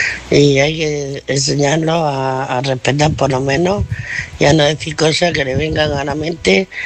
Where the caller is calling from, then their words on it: Murcia, Region of Murcia, Spain; de Murcia, quería contestar a Manuela.